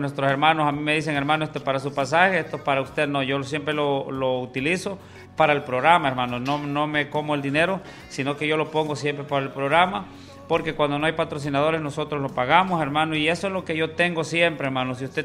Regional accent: Coatepeque, Santa Ana, El Salvador; now in near the Guatemala border, El Salvador; crecí en el Resbaladero, hermanos, pero nos encontramos ya, hermano, en lo que es las fronteras hacia Guatemala, pues por acá estamos nosotros ya ubicados.

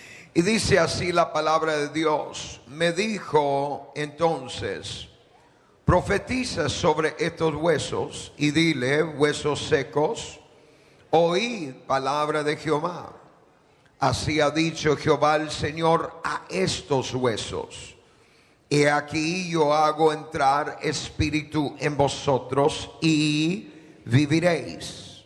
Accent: Guatemala; Yo crecí en Latinoamérica y uno de los deportes más favoritos es el fútbol. Veo que también les gusta aquí. Aleluya.

